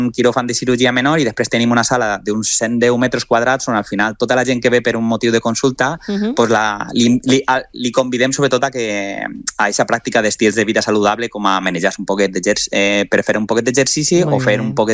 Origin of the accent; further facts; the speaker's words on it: Valencian Community, Spain; Com a bon valencià que sóc, per a mi és un plaer estar amb vosaltres